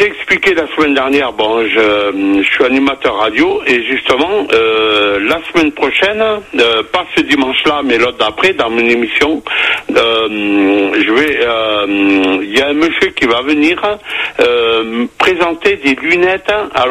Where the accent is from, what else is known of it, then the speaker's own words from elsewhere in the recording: Nouvelle-Aquitaine, France; now in Bordeaux, France; ça fait 21 ans que j'habite à Bordeaux, mais je suis originaire du Béarn, à côté de Pau.